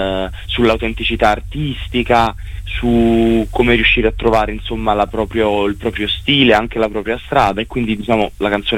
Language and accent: Italian; Naples, Campania, Italy; No, io sono proprio di Napoli.